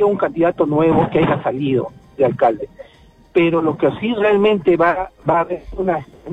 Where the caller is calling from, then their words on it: Arequipa, Peru; en el caso de Miraflores, distrito de donde yo soy